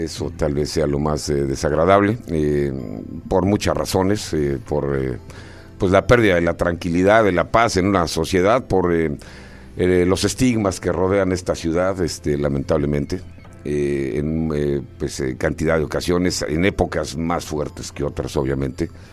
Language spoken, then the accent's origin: Spanish; Mexico City, Mexico; also born or lived in Chihuahua; now in Tijuana, Mexico; yo nací en Chihuahua, crecí en la Ciudad de México, mi madre de Sonora, mi padre de Guadalajara y tengo aquí ya 36 años.